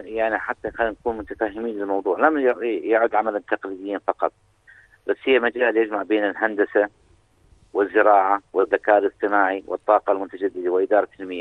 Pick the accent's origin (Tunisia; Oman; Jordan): Jordan; فبالنسبة لنا في الأردن